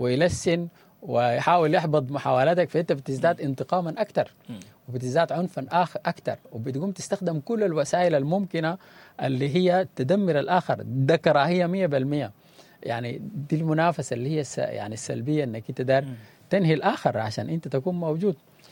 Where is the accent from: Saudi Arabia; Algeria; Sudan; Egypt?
Sudan; احنا كسودانيين. يعني احنا ناس متدينين